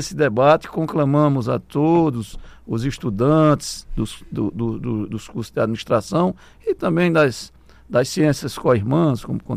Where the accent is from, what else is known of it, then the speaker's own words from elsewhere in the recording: Brejo Santo, Ceará, Brazil; accent: cearense; eu sou do Brejo Santo, que é perto de Juazeiro do Norte, Juazeiro do meu padinho.